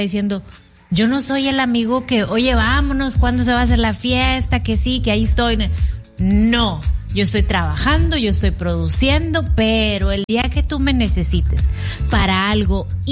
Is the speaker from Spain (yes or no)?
no; Mexico; Para mí como mexicana